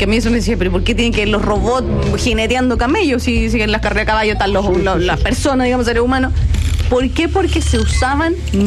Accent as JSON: {"language": "Spanish", "country": "Chile"}